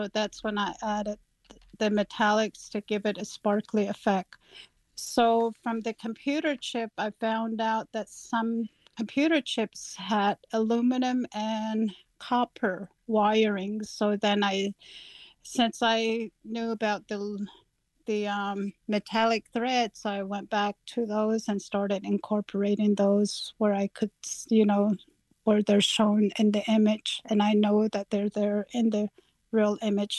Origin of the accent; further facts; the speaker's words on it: United States; I was raised on Navajo land, and pay attention to my surroundings, the colors.